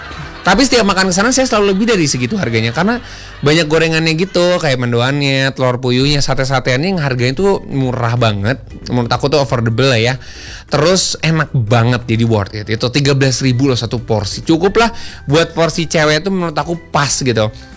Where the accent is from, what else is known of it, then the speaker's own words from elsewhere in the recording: Bandung, West Java, Indonesia; aku sebagai warga Bandung mah kadang makannya itu mulu.